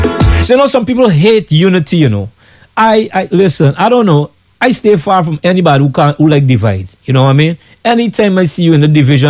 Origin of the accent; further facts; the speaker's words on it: Guyana; I'm from Guyana, South America, the only English speaking in the South Americas, you know. We're not Caribbean people, but we're Americans, yes, we are.